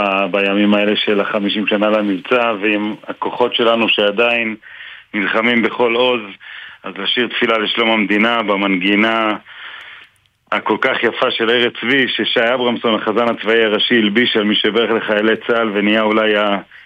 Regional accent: Beit El, West Bank, Palestine; אבל אני בן בית אל בילדותי, ואחד מילדי בית אל

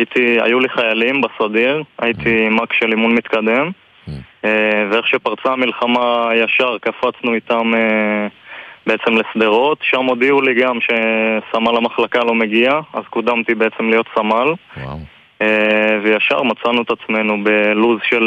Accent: Kibbutz Dafna, Northern District, Israel; אני גר בקיבוץ דפנה.

